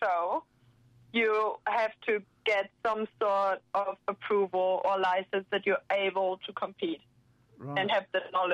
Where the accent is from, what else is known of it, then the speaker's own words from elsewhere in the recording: Lower Saxony, Germany; moved away; Like, I'm from Lower Saxony